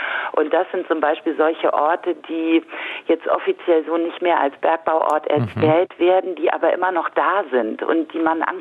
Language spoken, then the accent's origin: German; Saarland, Germany; selbst ich bin jetzt doch schon älter, bin Saarländerin